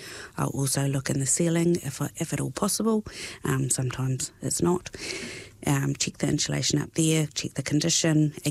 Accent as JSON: {"language": "English", "town": "Waitahuna", "region": "Otago", "country": "New Zealand", "tie": "born or raised there", "also_born_or_lived": "Wellington", "moved": "as an adult", "lives_now": "Dunedin, New Zealand", "said": "I grew up down this way. I grew up in Waitahuna, small country town. But yeah, before this I worked in, went to university in Wellington."}